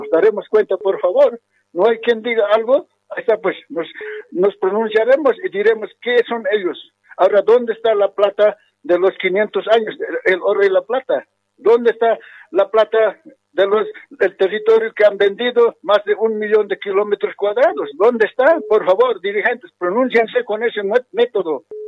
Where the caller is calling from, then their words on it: El Alto, La Paz, Bolivia; desde la ciudad del Alto, del distrito 8.